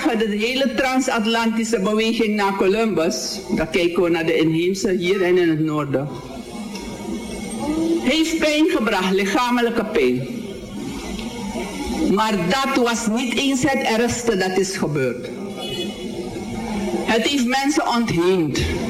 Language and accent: Dutch; Suriname; wij als Surinamers nu met elkaar in deze Mamio-samenleving met elkaar verder moeten. Maar ook omdat ook mijn voorouders uit Afrika kwamen.